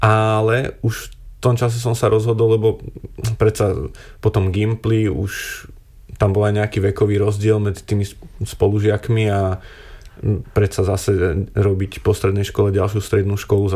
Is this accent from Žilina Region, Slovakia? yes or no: yes; Žilina Region, Slovakia; lebo ja som z Oravy a mám tu možno nejakú hodinu a pol tam, vlastne kúsoček od hraníc.